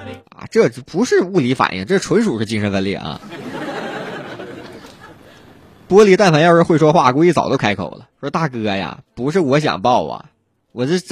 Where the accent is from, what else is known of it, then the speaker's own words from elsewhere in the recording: Northeast China, China; now in Changsha, China; 我在长沙待着吧。我这辈子都没见过啊，有一天我东北老家会比长沙热的啊。